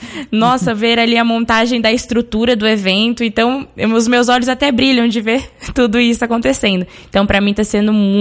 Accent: Jundiaí, São Paulo, Brazil; Sou daqui próximo, sou do estado de São Paulo, sou da cidade de Jundiaí, a terra da uva.

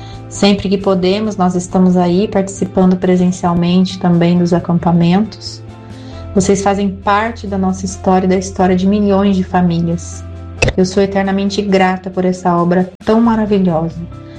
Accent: Cruzeiro, São Paulo, Brazil; eu sou de Cruzeiro.

